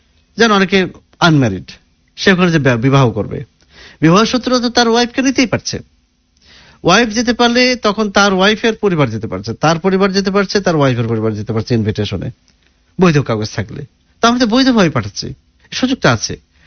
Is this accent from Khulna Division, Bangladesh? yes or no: yes; Kushtia, Khulna Division, Bangladesh; আমার বাড়ি কুষ্টিয়াতে